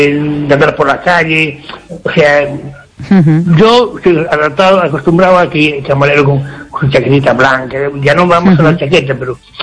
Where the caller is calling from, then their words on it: Ferrol, Galicia, Spain; aquí de Ferrol.